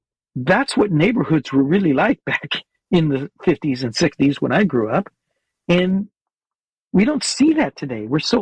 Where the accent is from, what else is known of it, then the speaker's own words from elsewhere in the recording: San Jose, California, United States; You know, I grew up in San Jose. That was the Valley of the Heart's Delight. It was the prune capital of the world.